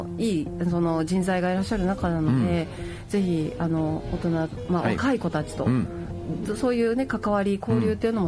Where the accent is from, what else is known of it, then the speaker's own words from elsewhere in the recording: Toyooka, Hyogo, Japan; 自分が 小さい頃この豊川で育てていただいた中で、やっぱり大切な経験をすごく自然の中で積ませていただきました。